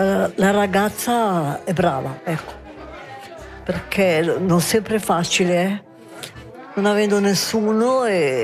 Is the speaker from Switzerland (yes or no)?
yes; Lugano, Ticino, Switzerland; moved away as an adult; now in Coldrerio, Switzerland; i miei avevano una piccola impresa e abitavo lì a Viganello. Sono cresciuta a Viganello.